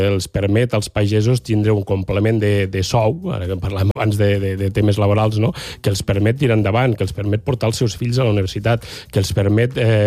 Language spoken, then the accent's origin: Catalan; Balaguer, Catalonia, Spain; Ahir mateix el meu poble Balaguer